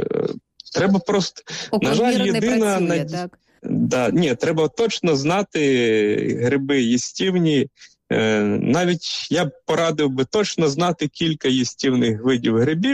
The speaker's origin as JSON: {"language": "Ukrainian", "region": "Rivne Oblast", "country": "Ukraine", "said": "я сам із Рівненської області, із села, у нас там всі кращі грибники"}